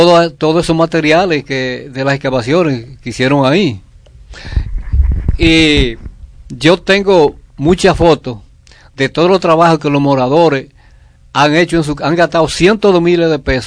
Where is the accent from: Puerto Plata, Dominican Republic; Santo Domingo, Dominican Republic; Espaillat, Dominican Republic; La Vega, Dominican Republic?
La Vega, Dominican Republic; Nosotros vivimos Carrera de Palmas justamente frente a esa montaña.